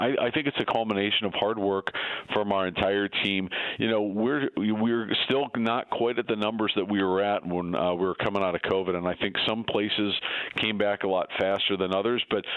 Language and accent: English; Akron, Ohio, United States; I think really just this is my hometown, and I'm from Akron